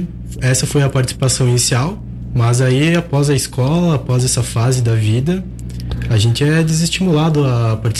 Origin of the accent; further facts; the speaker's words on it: Paraí, Rio Grande do Sul, Brazil; now in Nova Prata, Brazil; Não, na verdade eu sou natural de Paraí.